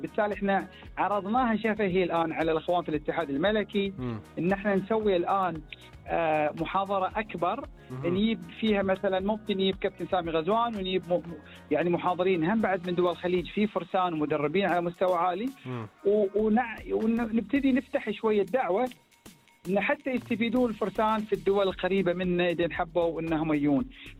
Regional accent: Bahrain

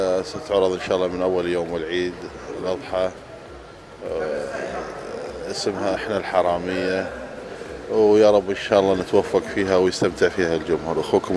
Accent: Bahrain; اليوم أنا بين ديرتي وبين أهلي وبين إخواني في مملكة البحرين

